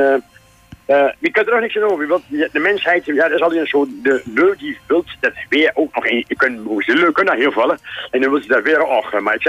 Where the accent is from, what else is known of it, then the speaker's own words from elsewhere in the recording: Netherlands; als Nederlanders